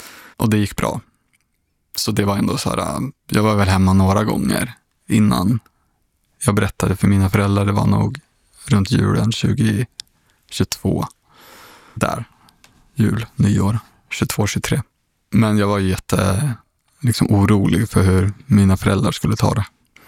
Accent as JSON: {"language": "Swedish", "country": "Sweden", "lives_now": "Stockholm, Sweden", "said": "jag har liksom aldrig känt att jag inte ska berätta att jag är same när jag rör mig i HBTQI-kretsar."}